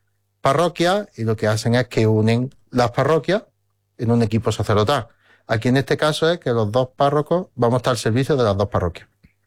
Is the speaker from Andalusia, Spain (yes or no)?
yes; Fuente Palmera, Andalusia, Spain; now in Palma del Río, Spain; en mi pueblo primero, antes de llegar a Palma, Fuente Palmera.